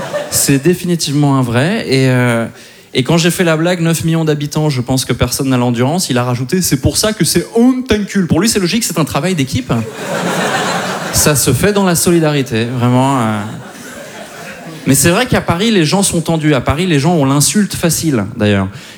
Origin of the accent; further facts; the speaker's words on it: Switzerland; born there; Moi, je suis né en Suisse un 20 avril